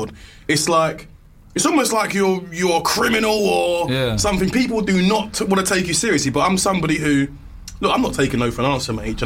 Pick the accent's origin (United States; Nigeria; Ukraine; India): Nigeria; Yeah, you can tell I'm Nigerian